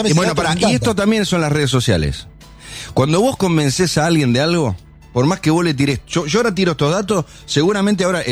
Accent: Argentina; Ahora, yo soy argentino y es más, es un lindo momento.

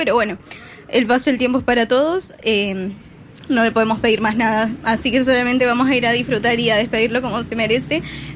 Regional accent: San Luis, Argentina; now in Buenos Aires, Argentina; Soy de San Luis. Hace un mes, me mudé acá a Buenos Aires.

